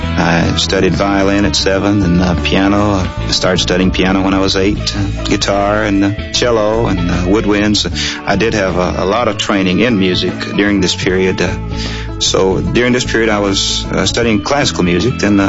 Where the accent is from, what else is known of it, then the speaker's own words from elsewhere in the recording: Robbinsville, North Carolina, United States; also born or lived in Raleigh; I grew up in the Smoky Mountains of western North Carolina in Robbinsville, right up against Knoxville, Tennessee, on country and bluegrass, hillbilly. From there, I went to state school for the blind in Raleigh, North Carolina